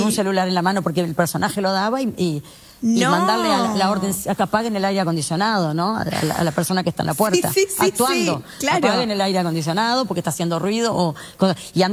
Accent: Punta del Este, Maldonado, Uruguay; Soy de Punta del Este, en Punta del Este, y sí, y siempre, y me digamos, estudié en Montevideo también

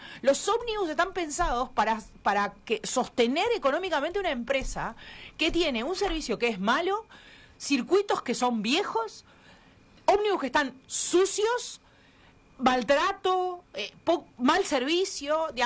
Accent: Montevideo, Uruguay; Yo viví gran parte de mi vida, en mi adolescencia, en mi infancia, en Malvin y Punta Gorda.

